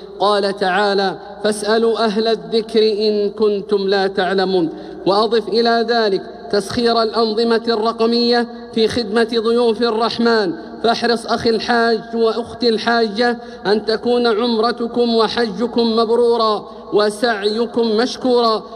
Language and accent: Arabic; Saudi Arabia; اللهم احفظ بلادنا المملكة العربية السعودية